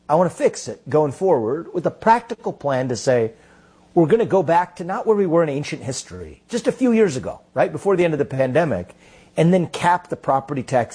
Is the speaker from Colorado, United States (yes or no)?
no; Cincinnati, Ohio, United States; including in places like my hometown of Cincinnati, is to go to a zero capital gains tax.